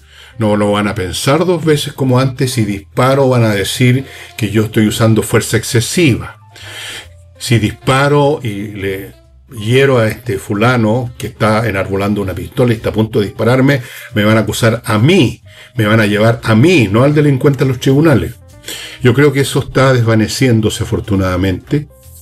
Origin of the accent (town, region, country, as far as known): Chile